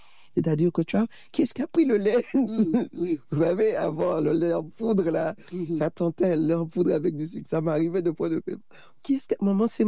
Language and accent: French; Fort-de-France, Martinique; je suis né à Fort-de-France, en Martinique. Je suis de parents martiniquais. J'ai grandi à Fort-de-France.